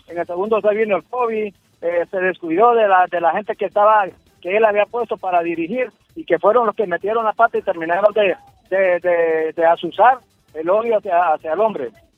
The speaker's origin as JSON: {"language": "Spanish", "country": "Honduras", "said": "Todos somos hondureños"}